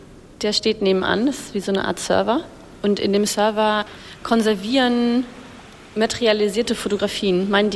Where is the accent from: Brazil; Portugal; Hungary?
Portugal; now in Düsseldorf, Germany; in Portugal. Das Land, wo ich aufgewachsen bin